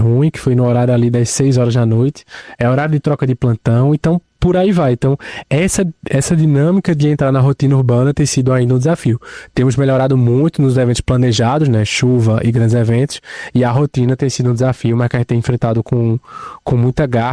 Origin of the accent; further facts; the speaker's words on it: Pernambuco, Brazil; eu não sou natural de Recife, eu sou do interior do estado.